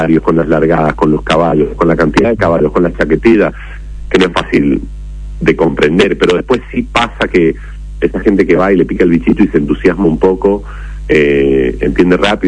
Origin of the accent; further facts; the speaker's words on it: Mendoza, Argentina; nosotros que somos mendocinos